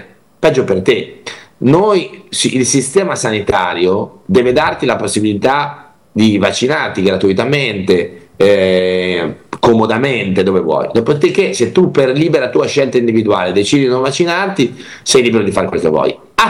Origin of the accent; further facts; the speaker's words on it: Liguria, Italy; Io mi vergogno di questi dati da Ligure. Noi siamo la peggior regione del centro-nord